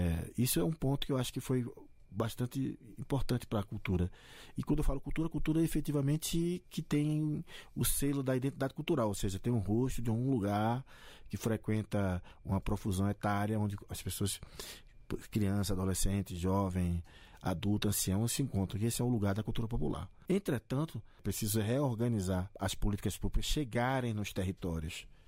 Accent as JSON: {"language": "Portuguese", "town": "Recife", "region": "Pernambuco", "country": "Brazil", "tie": "born or raised there", "moved": "as an adult", "said": "na minha infância, na minha adolescência, na minha juventude em Recife"}